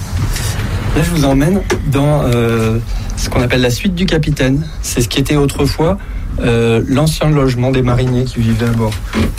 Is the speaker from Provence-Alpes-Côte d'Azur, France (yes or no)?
no; Toulouse, Occitanie, France; also born or lived in Île-de-France; now in Montauban, France; J'étais en Île-de-France avec mon épouse et je souhaitais revenir un peu vers mes origines puisque je suis toulousain.